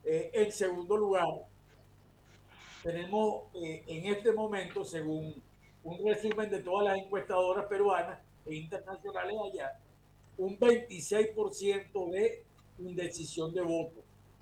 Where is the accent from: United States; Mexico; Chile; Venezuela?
Venezuela; me preocupa a mí como venezolano